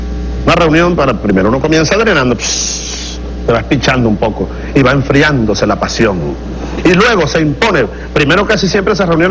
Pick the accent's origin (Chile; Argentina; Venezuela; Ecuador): Venezuela